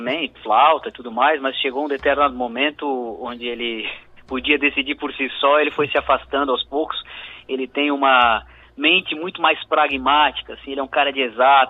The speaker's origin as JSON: {"language": "Portuguese", "region": "South Region", "country": "Brazil", "accent": "southern Brazilian, Italian-influenced", "said": "aqui no sul é um monte de imigrante italiano e alemão, então uhum. não tem como não formar algum sotaque ali puxado para essa região"}